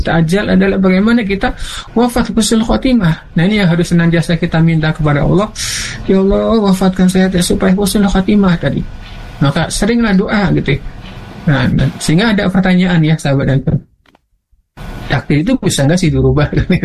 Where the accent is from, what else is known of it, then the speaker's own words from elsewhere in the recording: Indramayu, West Java, Indonesia; saya asli Indramayu, lahir